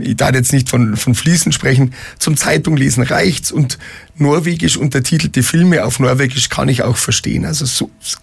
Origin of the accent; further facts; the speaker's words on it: Geretsried, Bavaria, Germany; also born or lived in Wolfratshausen; Also ich sage, ich bin aus Gartenberg, nicht aus Geretsried.